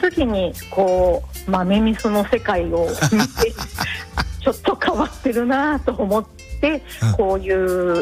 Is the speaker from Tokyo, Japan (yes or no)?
yes; Tokyo, Japan; also born or lived in Aichi; 私は東京生まれで東京で育ってるんですけども